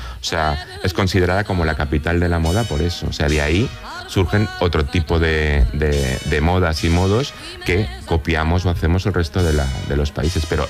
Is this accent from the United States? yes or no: no; Madrid, Community of Madrid, Spain; Y Madrid, yo como madrileño, como diseñador madrileño y como trabajador de la moda española